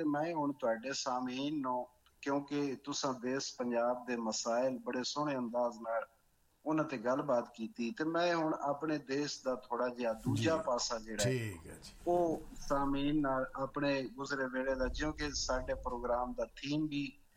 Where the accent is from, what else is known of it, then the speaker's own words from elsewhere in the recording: Punjab, Pakistan; accent: Jangli (rural Punjabi); ਮੈਂ ਬੋਲੀ ਆਪਣੀ ਜਿਹੜੀ ਮੇਰੀ ਪੇਂਡੂ ਦਿਹਾਤੀ ਜਿਹੜੀ ਜੰਗਲੀ ਬੋਲੀ ਹੈ